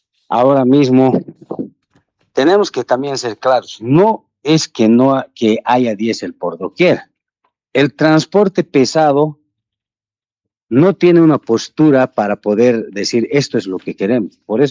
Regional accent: Cochabamba, Bolivia; Yo soy cochabambino

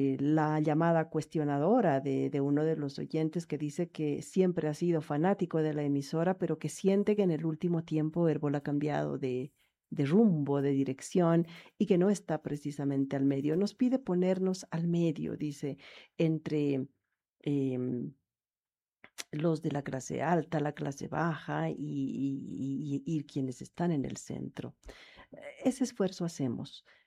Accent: Bolivia; muy pocos, pero todos somos bolivianos. Entonces hay que construir un país entre todos juntos.

